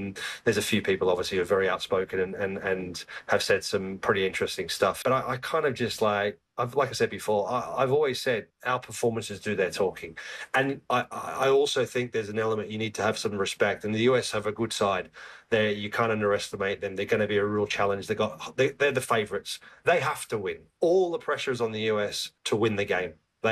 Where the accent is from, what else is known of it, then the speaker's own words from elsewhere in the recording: Australia; We're all Australian.